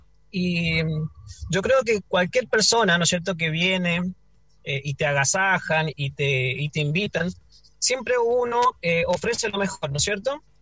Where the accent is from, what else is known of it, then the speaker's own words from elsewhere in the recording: Mendoza, Argentina; moved away as an adult; now in Chile; Yo soy mendocino. Mendocino, papá argentino, mamá argentina, toda mi familia es argentina. Hoy en día está mi hermana, que me acompaña acá en Chile, ¿no es cierto?, que vino hace un par de años también, pero toda mi familia está allá